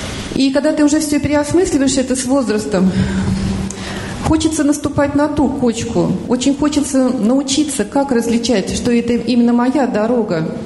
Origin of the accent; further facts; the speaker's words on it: Saratov, Saratov Oblast, Russia; Здравствуйте … я из Саратова.